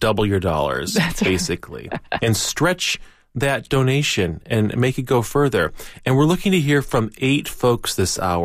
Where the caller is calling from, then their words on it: Hartford, Connecticut, United States; I'm calling from the studios in Hartford, Connecticut.